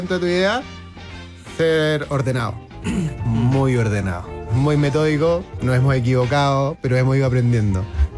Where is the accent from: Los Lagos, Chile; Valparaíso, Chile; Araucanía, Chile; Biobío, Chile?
Biobío, Chile; Concepción; moved away as an adult; yo soy de Concepción, me vine a estudiar acá.